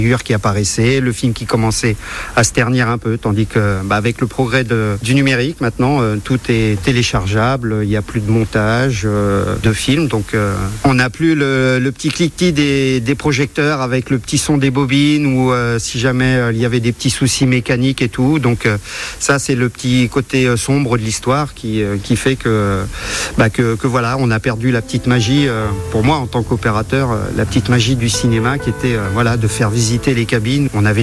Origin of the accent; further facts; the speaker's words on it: Château-du-Loir, Pays de la Loire, France; born there; moved away as an adult; now in Le Mans, France; Je suis né à Château-du-Loir, donc maintenant Montval-sur-Loire, dans les années 70. Et je suis arrivé sur le Mans dans les années 90.